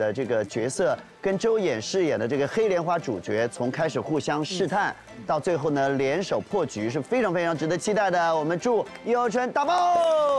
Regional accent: Hunan, China; 我们湖南人

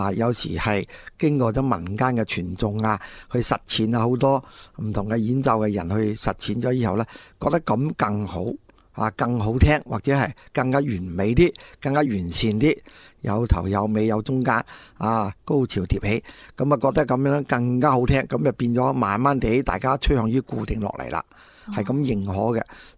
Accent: Guangdong, China; 咁我估计广东音乐都应该有呢种我哋岭南人嘅特性喺度。

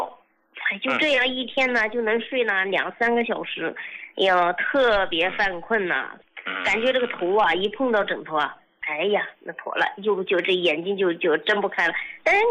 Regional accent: Shenyang, Liaoning, China; 我是来自这个沈阳铁西区的啊，这是四方台镇的一个农民

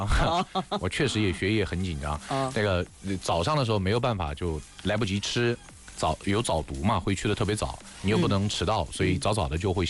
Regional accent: Hunan, China; 我们湖南人

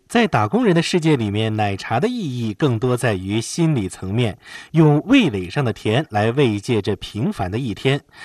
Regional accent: Xinjiang, China; 街边吃烧烤是咱们新疆人必不可少的夜宵灵魂了

